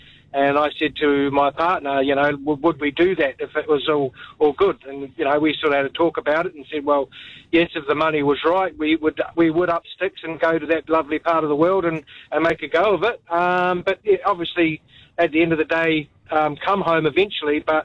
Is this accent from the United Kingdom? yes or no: no; New Zealand; But I'd never give up my Kiwi passport, and I always let mum know that, you know, she is an Australian and I'm a N